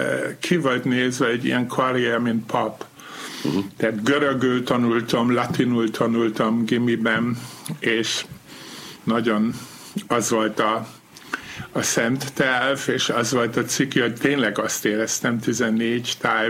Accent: Allendorf, Germany; Paraszt udvaran nőttem fel, az volt a mamámé, a papám viszont egy ilyen diplomás feldmérnök, és fontos ember volt a faluban, polgármester. Van egy 1500 lelkű falu, ott születem, Allendorf.

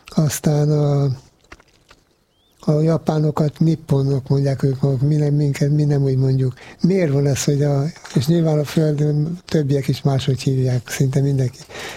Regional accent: Hungary; mi vagyunk a magyarok.

